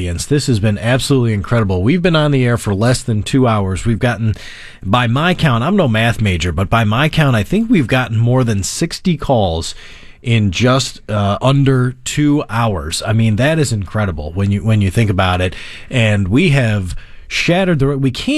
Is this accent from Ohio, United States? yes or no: yes; Mentor, Ohio, United States; a donor from Menor, thank you, my hometown, checking in.